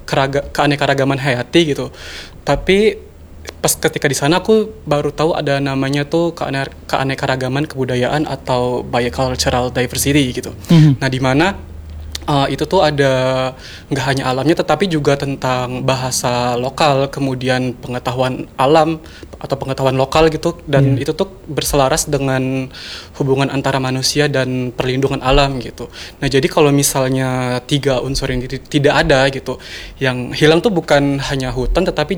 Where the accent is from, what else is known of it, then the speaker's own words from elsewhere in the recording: Bengkayang, West Kalimantan, Indonesia; aku kan aslinya Bengkayang kan, yang mana juga culture-nya sama-sama Dayak gitu.